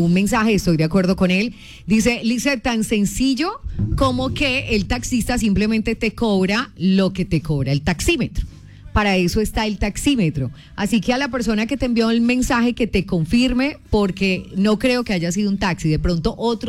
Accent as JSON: {"language": "Spanish", "town": "Manzanares", "region": "Caldas", "country": "Colombia", "lives_now": "Pereira, Colombia", "said": "de hecho me tocó pues en mi tierra, en Manzanares. Uh-huh. En Manzanares."}